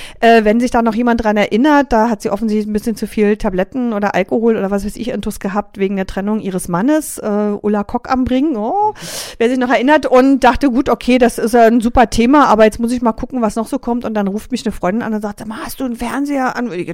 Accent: Berlin, Germany; accent: East Berlin dialect; Da wurde mir mein Ostberliner Dialekt zum Beispiel immer, du Berlinerst, oder hört man ja gleich, woher du kommst.

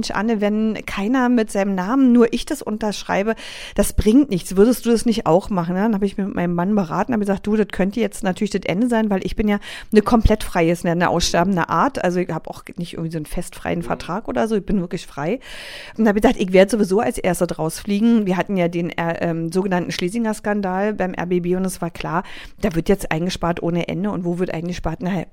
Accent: Berlin, Germany; born or raised there

